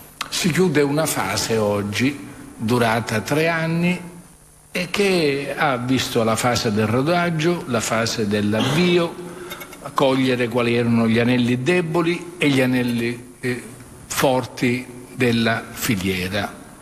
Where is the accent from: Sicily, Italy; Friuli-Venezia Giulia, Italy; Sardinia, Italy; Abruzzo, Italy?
Sicily, Italy